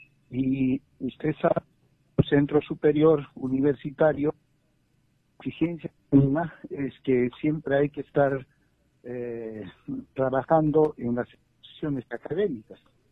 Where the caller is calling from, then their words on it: Quillabamba, Cusco, Peru; desde la ciudad de Quillabamba.